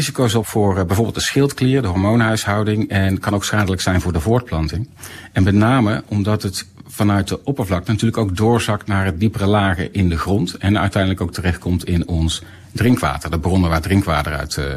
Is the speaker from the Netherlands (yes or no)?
yes; Netherlands